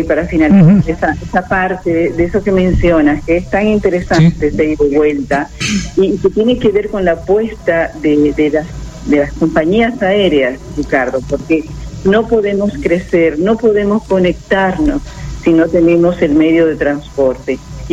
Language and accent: Spanish; Dominican Republic; los dominicanos necesitábamos visa para el ingreso a Argentina